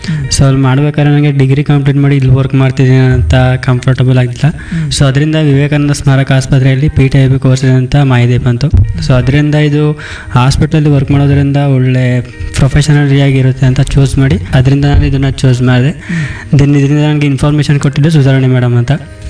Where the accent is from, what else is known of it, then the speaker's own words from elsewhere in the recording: Chamarajanagar, Karnataka, India; ನಾನು ಚಾಮರಾಜನಗರದಿಂದ ಬಂದಿದ್ದೇನೆ